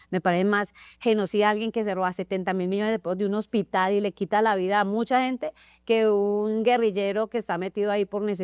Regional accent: Valle del Cauca, Colombia; also born or lived in Santa Marta / Bogotá; Yo soy samaria, criada en el Valle del Cauca y registrada en Bogotá

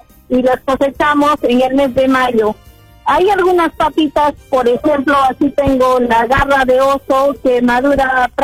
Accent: Achambi, Arequipa, Peru; allá en mi pueblo, que es anexo de Achambi, distrito de Tomepampa, provincia de La Unión.

